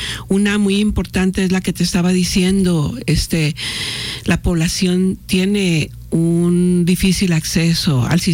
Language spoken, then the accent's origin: Spanish; Mexico; Somos mexicanos